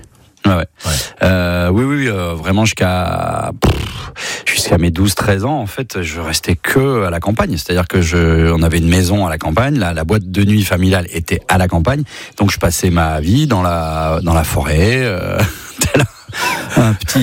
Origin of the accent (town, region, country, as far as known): Auvergne-Rhône-Alpes, France; born or raised there; also born or lived in Valence